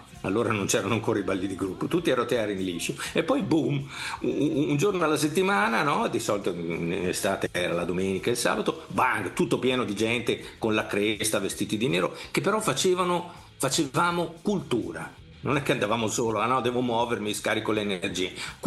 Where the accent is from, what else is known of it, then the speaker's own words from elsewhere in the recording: Emilia-Romagna, Italy; noi avevamo due poli, no, dalle nostre parti, uno era Bologna, il polo invernale, e l'altro era il polo estivo, che era Rimini e tutta quella parte di Romagna.